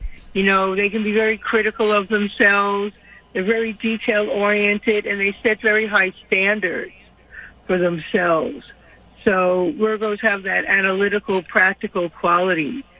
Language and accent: English; New York, United States; I mean, I'm from New York, so I have some friends and family, mostly Mets fans